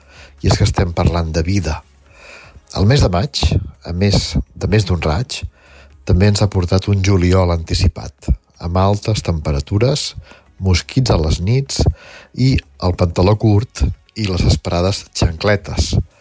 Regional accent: Begur, Catalonia, Spain; Com a bon empordanès, tinc ganes del pollastre a Campadrés. Com a bon becurenc, tinc ganes de veure ambient.

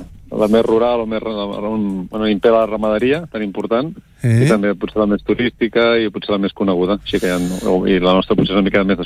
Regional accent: Barcelona, Catalonia, Spain; born there; moved away; com que l'accent em delata, que soc nascut a Barcelona

